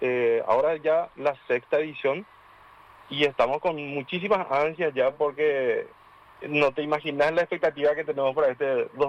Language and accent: Spanish; San Antonio, Central, Paraguay; yo me voy y digo que soy de San Antonio